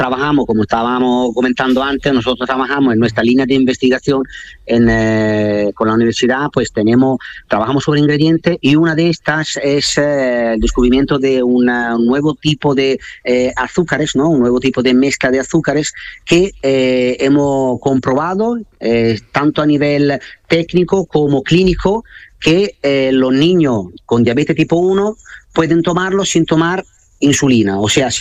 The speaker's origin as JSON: {"language": "Spanish", "country": "Italy", "second_language": "Spanish", "moved": "yes", "lives_now": "Cádiz, Spain", "said": "yo soy italiano, pero llevo ya muchos años, sobre todo con la heladería aquí."}